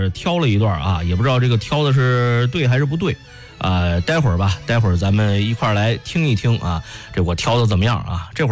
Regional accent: Shandong, China; 像我老家是山东的，所以说从小我们这个礼数就特别的贵

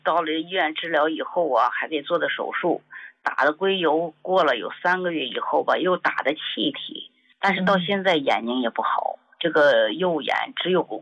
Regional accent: Qinhuangdao, Hebei, China; 嗯，胡老师哈，我是秦皇岛的

